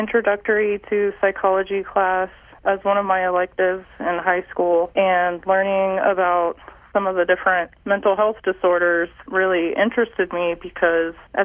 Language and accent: English; San Antonio, Texas, United States; now in Kansas, United States; I grew up in San Antonio, Texas, so very different from rural Kansas, big city.